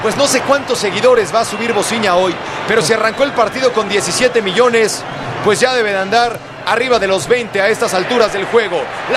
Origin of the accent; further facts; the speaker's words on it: Mexico; Conocemos la historia, la sufrimos como mexicanos.